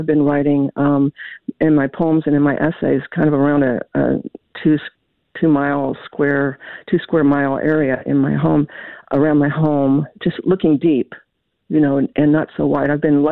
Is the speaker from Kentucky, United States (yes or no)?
yes; Kentucky, United States; accent: Kentucky; You see, hear my Kentucky accent coming through.